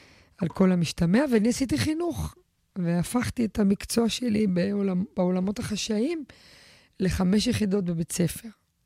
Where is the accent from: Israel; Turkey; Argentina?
Israel; Beersheba, Southern District; also born or lived in Tehran, Iran; now in Tel Aviv, Israel; אבא שלי נורא רצה לגור ברעננה, בסוף העבירו אותנו לבאר שבע, ושם גדלתי. נקראתי בין העולמות, בבית הייתי באיראן, בבית פרסי שמרני, בחוץ הייתי בבאר שבע שנות ה-90.